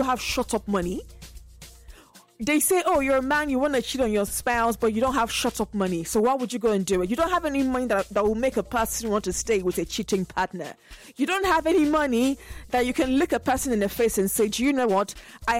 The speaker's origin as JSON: {"language": "English", "country": "Nigeria", "said": "As Nigerians"}